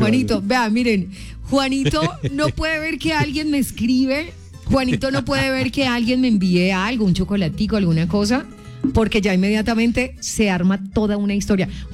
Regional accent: Manzanares, Caldas, Colombia; Es ahí súper cerquita de mi tierra.

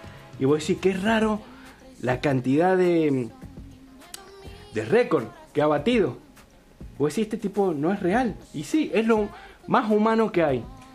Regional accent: San Juan, Argentina; Entender que vengo de San Juan.

